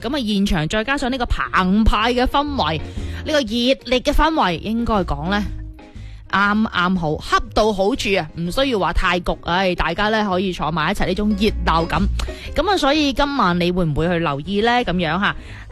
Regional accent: Guangdong, China; 我哋广东人

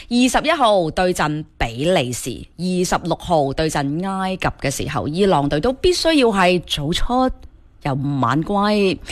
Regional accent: Guangdong, China; 喺呢一届嘅世界杯对于我哋广东人嚟讲简直係飲住早茶、食住凤爪同埋夹緊嗰隻蝦餃睇波嘅时间

